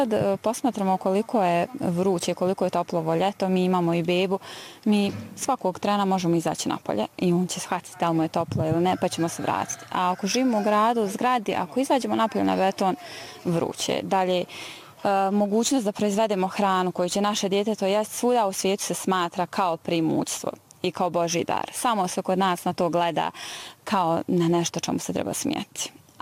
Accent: Međaši, Republika Srpska, Bosnia & Herzegovina; a ja sam iz Međaša, to je selo blizu, tako da sam ja i blizu ostala svojih roditelja.

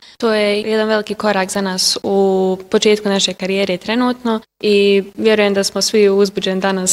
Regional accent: Sarajevo, Federation of Bosnia and Herzegovina, Bosnia & Herzegovina; dolazim iz Sarajeva.

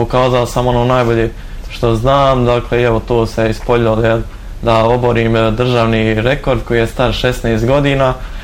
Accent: Kalesija, Federation of Bosnia and Herzegovina, Bosnia & Herzegovina; Ja dolazim iz Kalesije, svako jutro putujem autom na jedan trening

